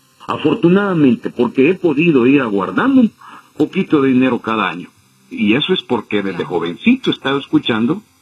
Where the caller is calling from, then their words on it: Houston, Texas, United States; Bien, bien. De aquí de Houston. A lo largo de los años viviendo aquí, desde muy joven